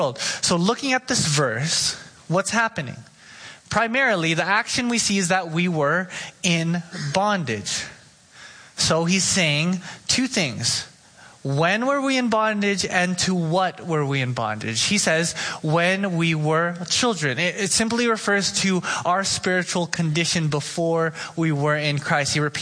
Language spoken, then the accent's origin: English; Oxnard, California, United States; I grew up in Oxnard. I drove a Toyota Matrix and gas was too expensive.